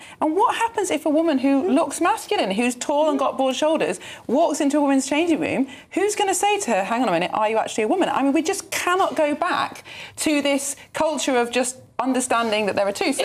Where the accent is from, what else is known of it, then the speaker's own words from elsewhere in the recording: Sheffield, Yorkshire and the Humber, United Kingdom; born there; I was born in Sheffield.